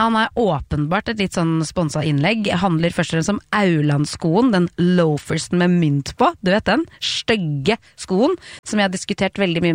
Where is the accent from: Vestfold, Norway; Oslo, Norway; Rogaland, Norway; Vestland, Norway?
Oslo, Norway; det hyggelig for at jeg jo vokste på ved siden av jeg ser jo Bislett stadion så fra mitt vindu før.